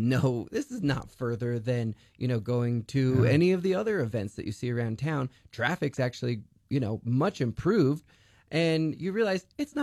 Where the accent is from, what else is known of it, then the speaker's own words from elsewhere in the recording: Rio Rancho, New Mexico, United States; I grew up in Rio Rancho, drove all that way to go see Dukes games several times a year.